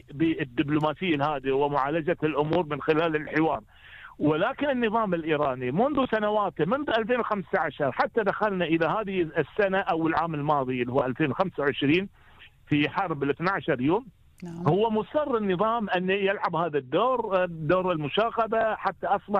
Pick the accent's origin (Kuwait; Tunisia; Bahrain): Bahrain